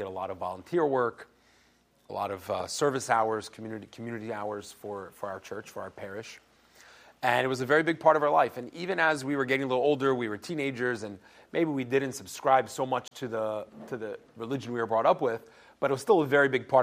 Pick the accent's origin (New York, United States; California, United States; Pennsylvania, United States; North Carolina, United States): Pennsylvania, United States; York; I'm from Pennsylvania. I'm from a small city in Pennsylvania called York. And York, PA, is a fairly non-Jewish area.